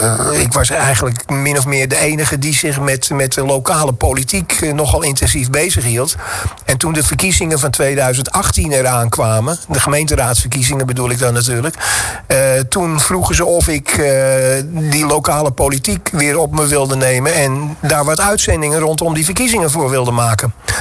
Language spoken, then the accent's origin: Dutch; Amsterdam, North Holland, Netherlands; accent: Amsterdam; moved away as an adult; now in Zwijndrecht, Netherlands; ik ben een Amsterdammer en dat kun je ook horen, ook, denk ik.